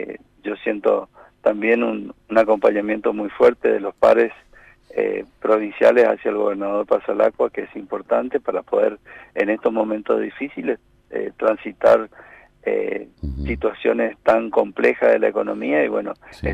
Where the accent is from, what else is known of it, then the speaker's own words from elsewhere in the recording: Misiones, Argentina; las misiones que pretendemos todos los misioneros.